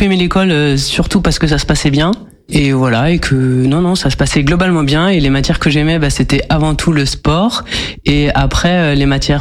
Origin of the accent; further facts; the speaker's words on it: Île-de-France, France; j'ai grandi dans l'ouest parisien, donc je suis une banlieusarde comme on pourrait le nommer, mais plutôt la banlieue, disons plutôt une banlieue aisée on va dire